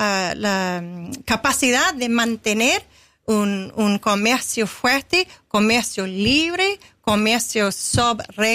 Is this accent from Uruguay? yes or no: no; Australia